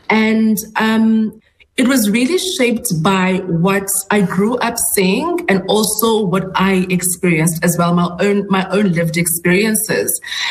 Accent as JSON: {"language": "English", "town": "Port Elizabeth", "region": "Eastern Cape", "country": "South Africa", "tie": "born or raised there", "said": "I was born in Port Elizabeth, and I come from one of the most, you know, less privileged communities"}